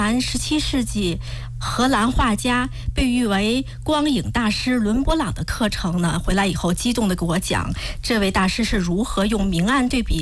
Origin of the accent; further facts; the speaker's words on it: Shijiazhuang, Hebei, China; 是咱们河北经济广播电台的忠实粉丝。作为一个土生土长的石家庄人，很高兴今天能和大家一起分享我的生活故事。